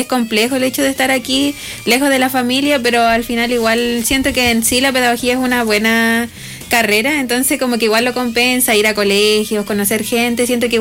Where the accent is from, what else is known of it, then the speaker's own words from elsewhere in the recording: Canela, Coquimbo, Chile; yo soy de Canela, de aquí, de la región.